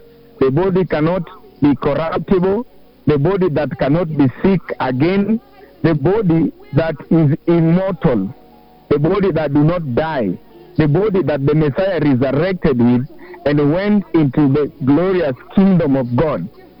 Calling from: Kisumu, Kisumu County, Kenya; I'm calling from Kisumu, Ranson.

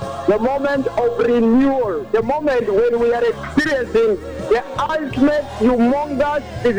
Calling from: Mombasa, Mombasa County, Kenya; I'm calling from Kongoya right here in Mombasa. This other part of the Coast region.

